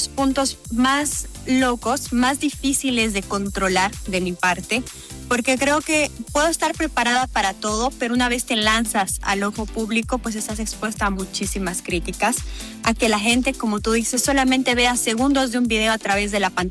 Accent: Oruro, Bolivia; born there; Yo soy nacida en Oruro y 100% orureña, orgullosamente quirquincha.

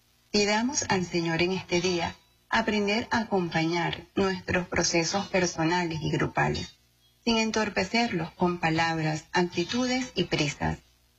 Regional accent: Venezuela; Como venezolanos, estamos atravesando un tiempo propicio para permitir el desarrollo de lo que construye y dinamiza

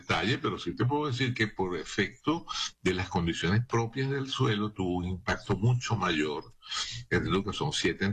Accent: Venezuela; La realidad es que estamos muy compungidos, pues, como venezolanos, ante este evento que no se puede predecir

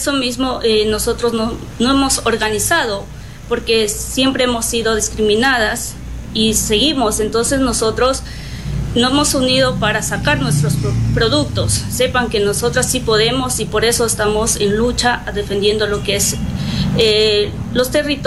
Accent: Ecuador; Vienen de diferentes partes de nuestro Ecuador, tanto de sierra, costa y Amazonía

